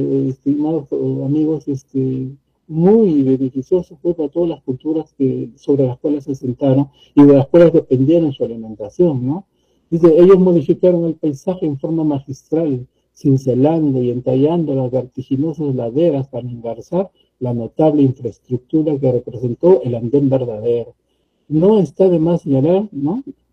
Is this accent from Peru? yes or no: yes; Peru